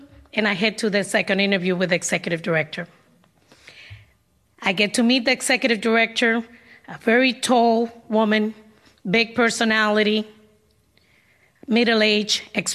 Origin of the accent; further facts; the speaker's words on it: Dominican Republic; English is a second language; now in Boston, United States; I come to Boston from Dominican Republic with one suitcase. My suitcase was full of books and many dreams. It was a very heavy suitcase. When Dominicans emigrate to the United States, we give away all our clothes and our belongings.